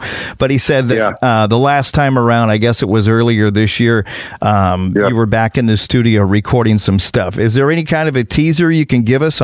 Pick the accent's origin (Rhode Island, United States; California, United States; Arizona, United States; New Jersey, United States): California, United States; moved away as an adult; being a Bay Area kid, I was raised in the East Bay and grew up in the 70s and the 80s and was there until the early 2000s.